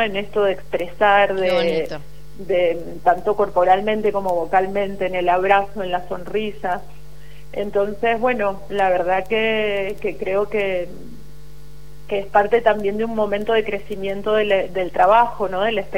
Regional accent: Mendoza, Argentina; el público mendocino es un público muy exigente, somos muy andinos

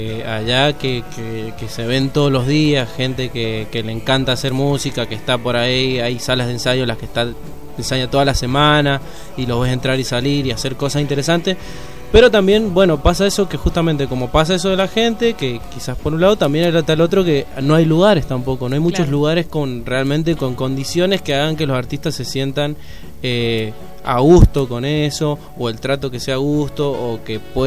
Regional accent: San Martín, Mendoza, Argentina; Yo, por ejemplo, soy de San Martín

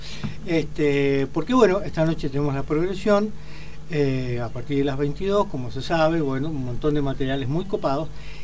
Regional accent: Mendoza, Argentina; No soy chileno, soy mendocino.

